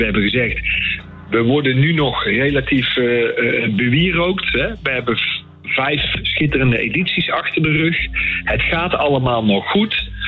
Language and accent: Dutch; Netherlands; Als Nederlanders